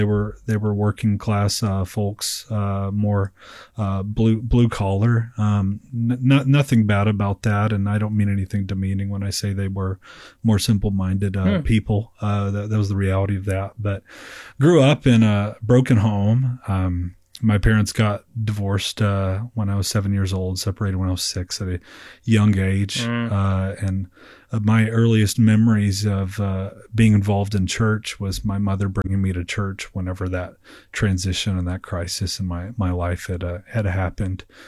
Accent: Jackson, Tennessee, United States; moved away; So I'm originally from Tennessee, born and raised in West Tennessee in Jackson, Tennessee, which is off of I-40 in between Memphis and Nashville.

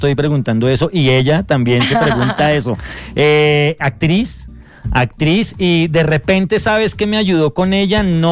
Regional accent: Bogotá, Colombia; yo soy del rincón de Venecia

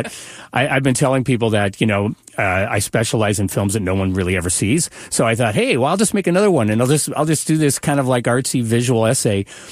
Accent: Puyallup, Washington, United States; also born or lived in Seattle; And I'm kind of a child of the American West. I grew up in Puyallup. I went to school in Seattle

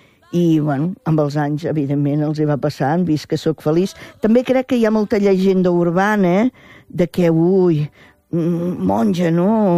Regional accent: Reus, Catalonia, Spain; Jo era alumna de les Domèniques de la Presentació a Reus, que a més sóc de Reus

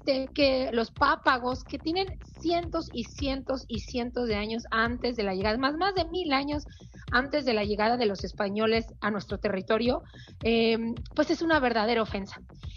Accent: Mexico; contratar a alguien para que venga y nos madre como mexicanos

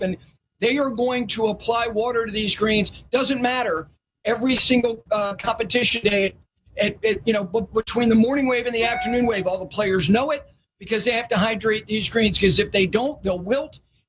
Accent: New Jersey, United States; I was lucky enough, Nick, I grew up on the Jersey side of things.

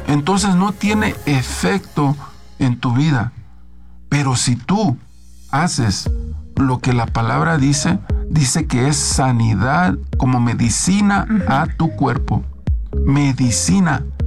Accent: Guanajuato, Mexico; A mí me gusta mucho la banda porque soy de Guanajuato.

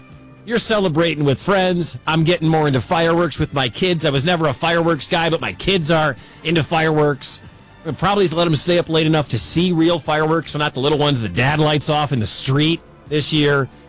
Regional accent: Detroit, Michigan, United States; I'm from Detroit. Coney dogs are big in Detroit.

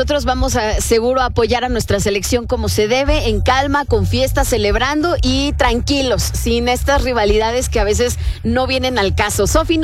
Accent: Mexico; demostremos por qué somos tan buenos mexicanos

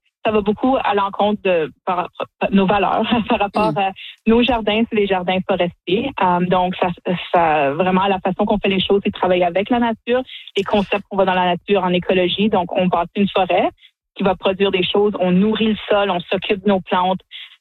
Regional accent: Sudbury, Ontario, Canada; Aussi, nous, on vient de Sudbury. Donc, c'est une ville minière où on paye encore le prix pour certaines des choses qui sont passées dans le passé.

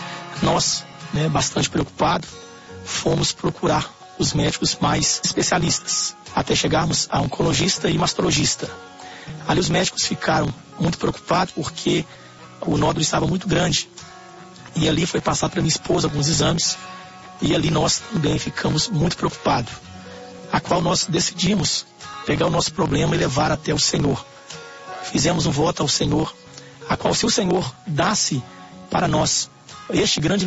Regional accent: Belo Horizonte, Minas Gerais, Brazil; Eu sou de Belo Horizonte … Eu pertenço à IPDA da Vila São José, ali na nossa cidade de Belo Horizonte.

